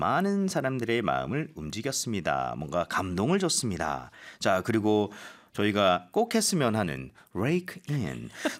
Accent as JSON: {"language": "Korean", "town": "Goseong", "region": "South Gyeongsang", "country": "South Korea", "tie": "born or raised there", "said": "어머, 저희 고향입니다. 경남 고성."}